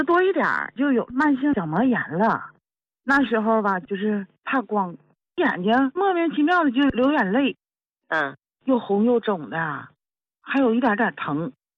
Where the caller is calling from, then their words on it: Heilongjiang, China; 我吧今年是68岁，我是黑龙江人。